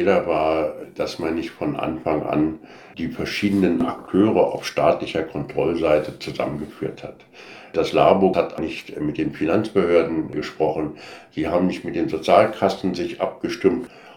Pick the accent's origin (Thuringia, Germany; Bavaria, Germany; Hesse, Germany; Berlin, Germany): Berlin, Germany; Nein, man lebte ja in dieser Stadt, man ist da aufgewachsen.